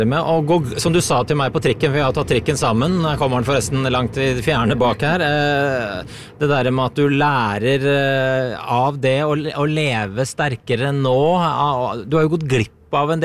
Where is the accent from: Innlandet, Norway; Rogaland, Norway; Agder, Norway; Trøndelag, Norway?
Innlandet, Norway; Lillehammer; now in Oslo, Norway; Vi er jo to bygdefolk fra Lillehammer og Flisa her